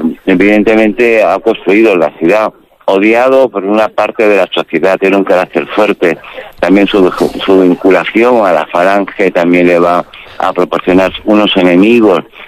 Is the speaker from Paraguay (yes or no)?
no; Melilla, Spain; Melilla somos la segunda ciudad con mayores cantidades de edificios modernistas de España.